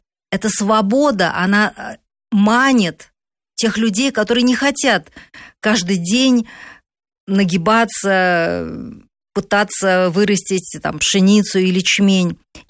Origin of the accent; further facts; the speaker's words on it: Moscow, Russia; я москвичка, родилась в Москве